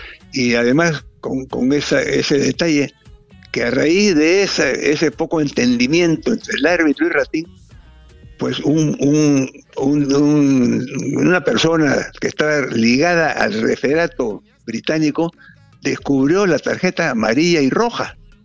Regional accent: Peru; Permítame una foto, yo soy de Perú.

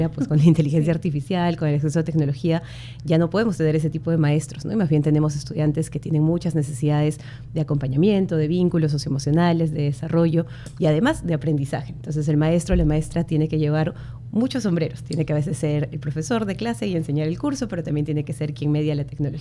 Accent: Cusco, Peru; Yo también soy cusqueña.

